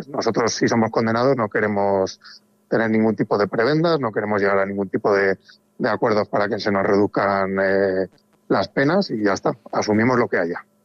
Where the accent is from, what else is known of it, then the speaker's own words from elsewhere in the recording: Valladolid, Castile and León, Spain; somos ciudadanos de Valladolid.